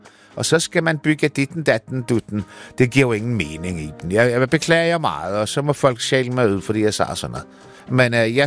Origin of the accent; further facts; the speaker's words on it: Østermarie, Capital Region of Denmark, Denmark; jeg er jo fra landet. Jeg er fra Østermarie.